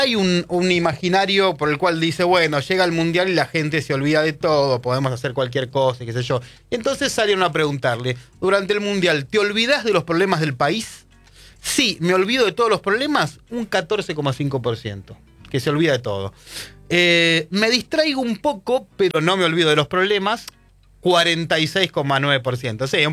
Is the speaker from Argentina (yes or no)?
yes; Argentina; A ver si somos termos los argentinos, ¿no?